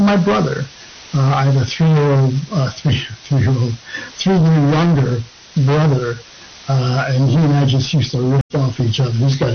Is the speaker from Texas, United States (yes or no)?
no; Connecticut, United States; also born or lived in Monroe, Connecticut; I grew up in Connecticut. And at one point, I lived in Monroe